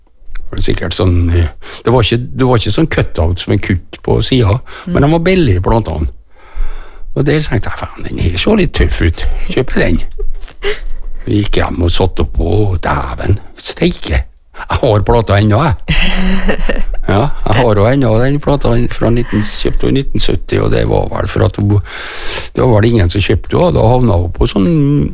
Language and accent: Norwegian; Kristiansund, Møre og Romsdal, Norway; hadde vært perm fra militæret, og var hjemme i Kristiansund